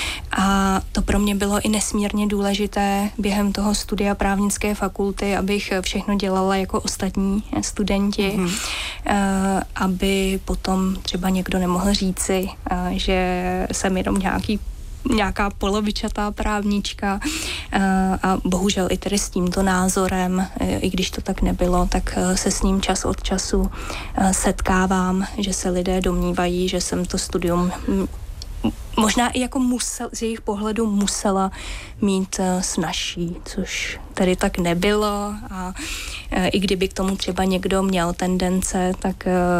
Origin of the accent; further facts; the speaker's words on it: Mělník, Central Bohemian Region, Czechia; když jsem jezdila mezi Mělníkem a Prahou a Mělníkem, protože já jsem z Mělníka